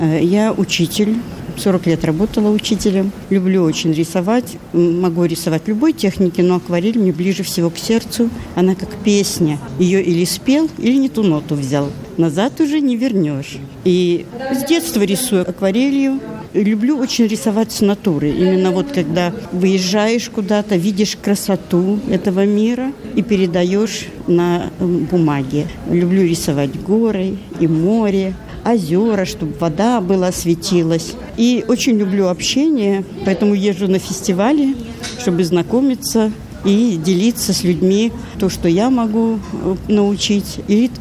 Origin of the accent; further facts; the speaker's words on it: Belarus; now in Poland; Ну, я белоруска. В Беларуси переехала в Польшу. И с Польши второй год приезжаю на фестиваль Братиславу.